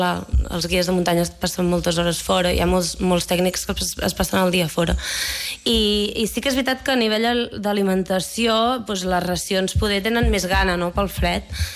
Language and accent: Catalan; Catalonia, Spain; jo soc catalana